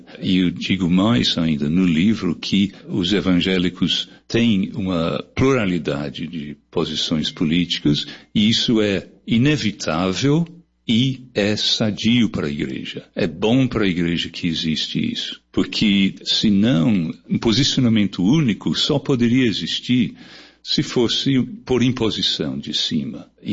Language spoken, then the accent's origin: Portuguese; England, United Kingdom; Portuguese is a second language; moved away as an adult; also born or lived in Canada; now in Brazil; Eu nasci na Inglaterra, nasci e criado na Inglaterra. Eu moro no Brasil desde 1976, tenho 50 anos.